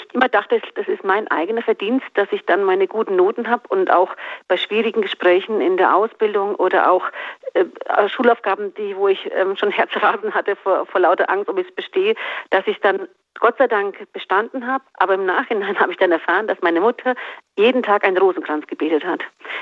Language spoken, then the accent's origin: German; Medjugorje, Federation of Bosnia and Herzegovina, Bosnia & Herzegovina; now in Germany; sind wir zusammen mit ihr in meine Heimat, meine Eltern nach Bosnien-Herzegowina, nach Medjugorje.